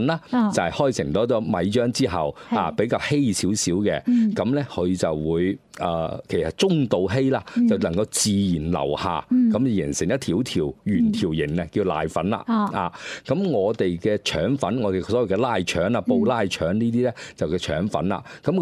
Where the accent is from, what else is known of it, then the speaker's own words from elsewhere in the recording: Guangzhou, Guangdong, China; 譬如我哋廣州，我哋食得比較鮮味，比較淡味啦。啊，咁其實可以體現咗我哋廣州人其實就冇乜脾氣嘅